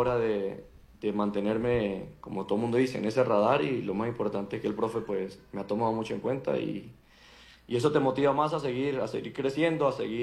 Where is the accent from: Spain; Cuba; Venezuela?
Venezuela; San Cristóbal, Táchira; moved away; soy de San Cristóbal